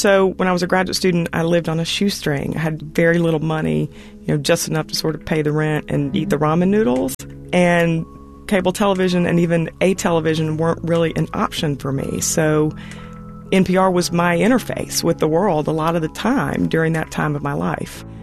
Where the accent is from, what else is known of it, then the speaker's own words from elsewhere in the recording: Patchogue, New York, United States; I'm from Patchogue, New York.